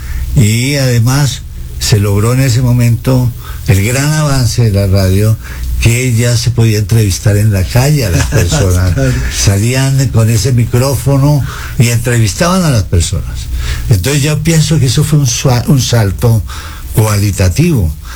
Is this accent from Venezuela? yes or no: no; Colombia